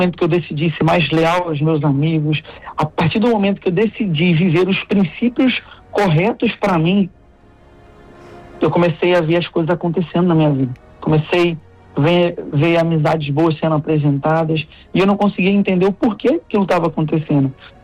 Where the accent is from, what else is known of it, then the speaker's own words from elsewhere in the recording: Brazil; moved away; eu vim do Brasil para poder ajudar minha família